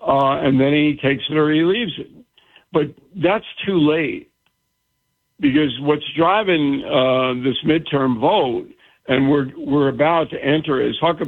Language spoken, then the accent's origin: English; Levittown, United States; So, you know, I'm from Levittown. I'm an American.